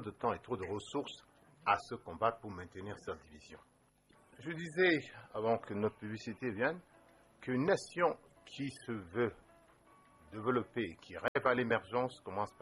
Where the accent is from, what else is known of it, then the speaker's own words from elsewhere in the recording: Cameroon; En tant que Camerounais